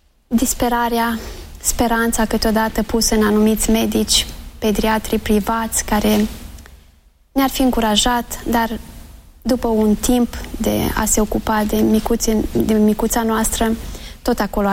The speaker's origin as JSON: {"language": "Romanian", "region": "Bukovina", "country": "Romania", "also_born_or_lived": "Spain", "said": "Noi suntem bucovineni, amândoi."}